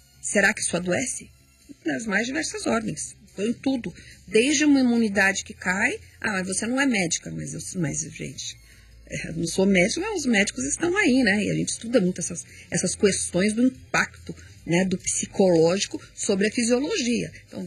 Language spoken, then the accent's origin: Portuguese; Paraná, Brazil; E eu sou paranaense também, né? Sou conterrânea dele, somos do mesmo estado.